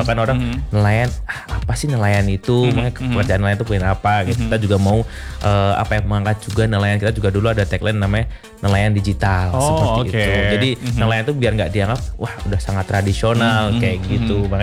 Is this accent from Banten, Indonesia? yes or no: no; Banyuwangi, East Java, Indonesia; moved away as an adult; now in Bali, Indonesia; Terus juga aku sebenarnya asli dari Banyuwangi, dari Jawa.